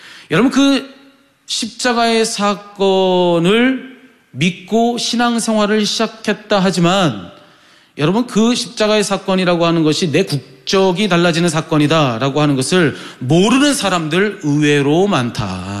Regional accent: South Korea; 내가 한국 사람이라는 것을

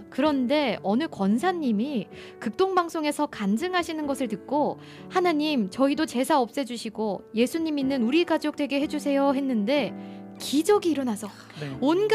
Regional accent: North Jeolla, South Korea; 또 제 고향이 전북이라서 더 마음이 좋네요.

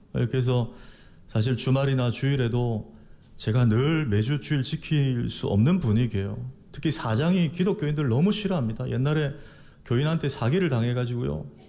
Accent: Busan, South Korea; 그 당시 저는 이제 부산시 금정구 남산동에서 어린 시절 자랐는데, 부산시 금정구 구서동에 그 당시에 제일 부자들이 사는 아파트가 있었는데

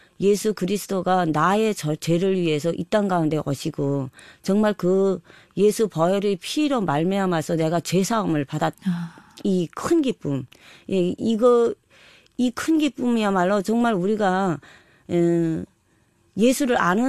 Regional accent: North Korea; now in South Korea; 우리 북한 땅에 내 고향에 있는

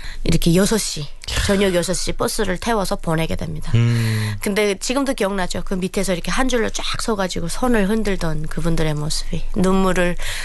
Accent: North Korea; now in South Korea; 우리 고향 분들이

